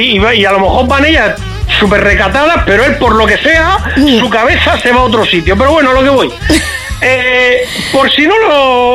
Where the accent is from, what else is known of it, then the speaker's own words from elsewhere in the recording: Region of Murcia, Spain; Y yo soy murciano